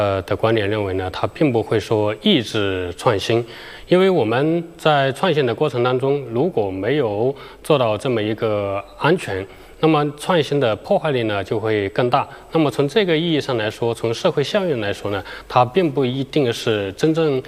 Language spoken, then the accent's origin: Chinese; China